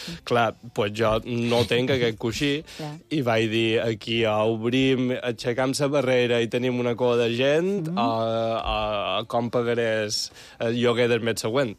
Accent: Balearic Islands, Spain; És a dir, jo som mallorquí, tota la meva família és mallorquina

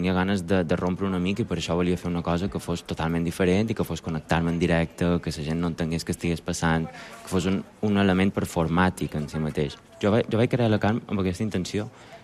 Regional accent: Mallorca, Balearic Islands, Spain; now in Barcelona, Spain; Perquè perquè me n'he d'anar fora si jo soc d'aquí? Perquè no puc fer les meves mogudes aquí a Mallorca, precisament?

